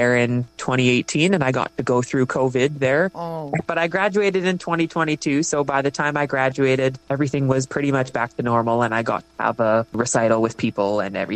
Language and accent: English; Alberta, Canada; I still continued to do musical theater and shows, community theater in my hometown and around Southern Alberta till I graduated high school.